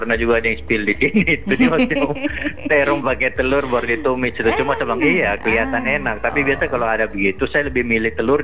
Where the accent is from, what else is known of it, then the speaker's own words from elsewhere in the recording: Manado, North Sulawesi, Indonesia; now in Papua, Indonesia; Saya bilang saya orang Manado